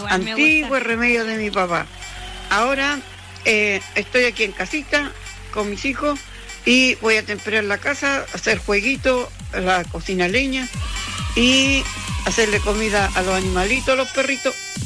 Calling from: Los Ángeles, Biobío, Chile; Aquí, desde Los Ángeles.

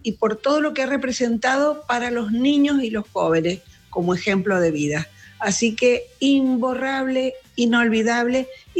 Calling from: Mendoza, Argentina; de Mendoza.

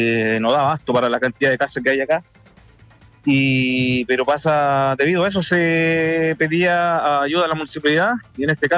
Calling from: Metrenco, Araucanía, Chile; somos de acá de Perú, sector Llorenco.

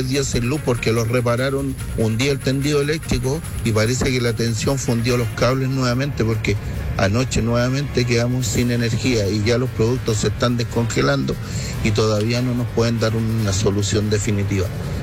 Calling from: Conchalí, Santiago Metropolitan Region, Chile; Soy un vecino de Conchalí, entre Viva Zeta, Estrella y Santa Inés

